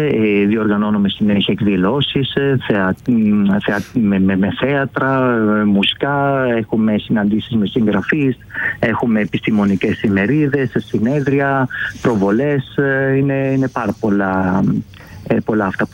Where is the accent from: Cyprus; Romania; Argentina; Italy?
Italy; Greek is a second language; now in Greece; Εγώ θα πω ότι είμαι βέρος Ιταλός.